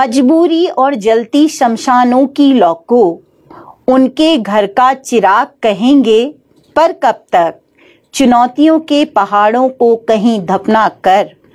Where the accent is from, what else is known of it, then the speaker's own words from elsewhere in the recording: Uttarakhand, India; तो हम अपने उसमें देखें तो हमारे लिए गढ़वाली, कुमाऊनी, जौनसारी, ये भाषाएं जो हैं, ये भाषाएं हमारी मातृभाषा हम इनको कह सकते हैं।